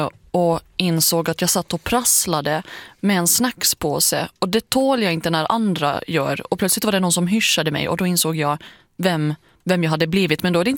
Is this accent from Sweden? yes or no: no; Finland